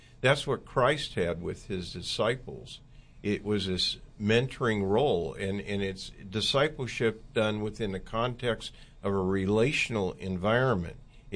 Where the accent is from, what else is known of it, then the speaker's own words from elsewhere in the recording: Oakland, California, United States; Now, I grew up in East Oakland.